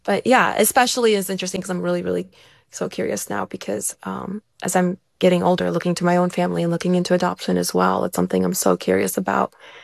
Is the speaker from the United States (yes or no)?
no; Ukraine; my home country, where I was from, where I have dreams of still meeting my birth family and seeing with adult eyes where I come from, where I grew up.